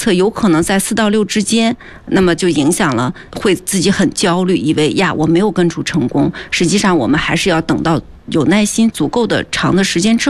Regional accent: China; 尤其是我们中国人的

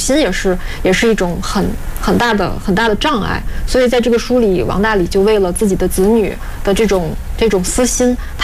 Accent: Tianjin, China; 我们天津人

